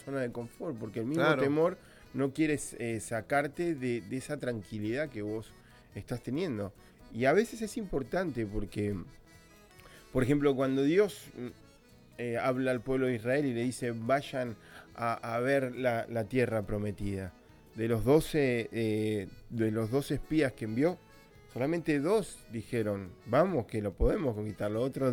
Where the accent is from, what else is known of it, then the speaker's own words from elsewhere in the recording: Garín, Buenos Aires Province, Argentina; born there; Recuerdo cuando era chico, nosotros vivíamos en Garín